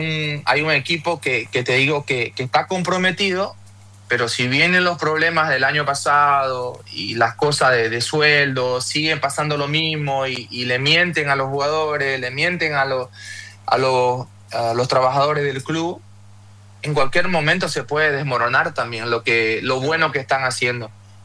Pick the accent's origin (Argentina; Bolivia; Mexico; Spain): Bolivia; orgulloso de como boliviano que te puedan conocer, ¿no? Que en Bolivia también hay mucho talento